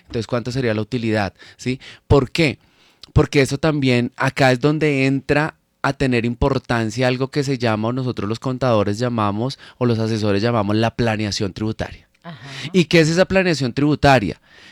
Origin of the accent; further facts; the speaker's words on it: Colombia; en nuestro país, en Colombia